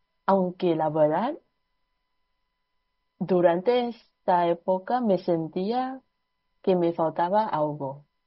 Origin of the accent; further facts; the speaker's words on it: Singapore; moved away as an adult; also born or lived in Taiwan; now in Spain; soy de Singapur, pero suele pasar que me confunden. Es que viví como 4 años en Taiwán.